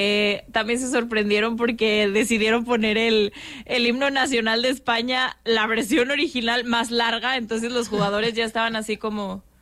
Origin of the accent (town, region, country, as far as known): Monterrey, Nuevo León, Mexico